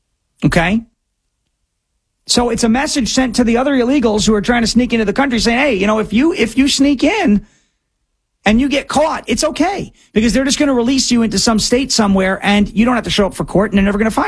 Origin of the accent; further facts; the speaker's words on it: New York, United States; I grew up in New York. I spent 31 years of my 35 years on earth there. Born and raised on Long Island.